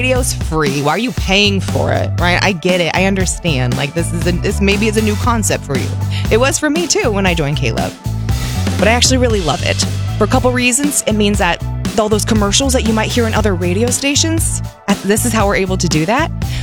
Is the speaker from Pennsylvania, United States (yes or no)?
no; Wichita, Kansas, United States; I'm from Wichita. We're neighbors.